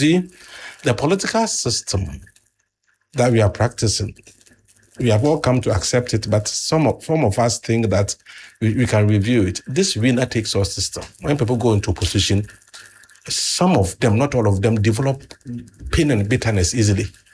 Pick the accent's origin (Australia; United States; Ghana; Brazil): Ghana; as a Ghanaian.